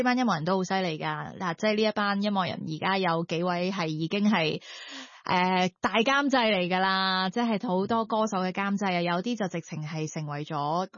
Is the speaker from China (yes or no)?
no; Canada; now in Hong Kong; 其實我細個喺加拿大嘅時候係歌唱比賽出身啦，然之後已經喺本地嘅一啲電視台做主持。